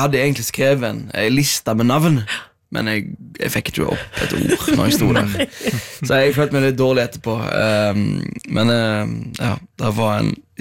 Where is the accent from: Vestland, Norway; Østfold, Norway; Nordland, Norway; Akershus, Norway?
Vestland, Norway; Stord; now in Oslo, Norway; Jeg var hjemme på Stord.